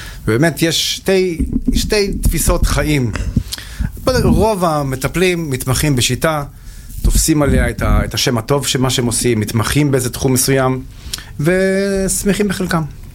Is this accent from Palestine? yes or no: no; Kiryat Tivon, Northern District, Israel; born there; moved away as an adult; also born or lived in Midreshet Sde Boker; now in Safed, Israel; בגיל 8, באיפשהו, בסביבות משהו כזה, המקום שם זה משבר, עברנו צפונה. והמשכתי לגדול בתוך קיר הטבעון, שזה בדיוק הפוך, שם הכל ירוק, הכל טבע